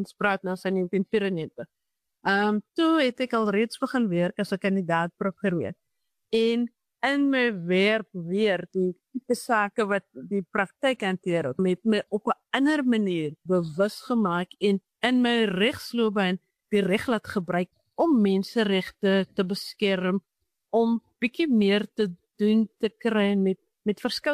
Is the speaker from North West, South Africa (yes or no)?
no; Grabouw, Western Cape, South Africa; Ek het op Grabouw groot geword waar ek nou weer bly.